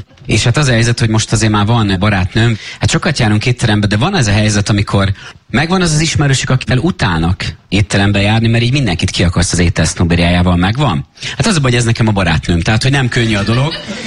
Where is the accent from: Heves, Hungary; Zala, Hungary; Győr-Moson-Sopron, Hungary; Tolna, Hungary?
Zala, Hungary; Zalaegerszeg; moved away as an adult; now in Budapest, Hungary; én amúgy alapvetően Zalaegerszegről jöttem, csak 18 éves koromban költöztem föl